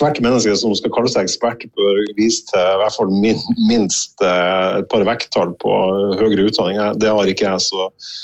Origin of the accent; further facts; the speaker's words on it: Fauske, Nordland, Norway; now in Tromsø, Norway; her i Tromsø der jeg bor, og der jeg kommer fra på Fauske.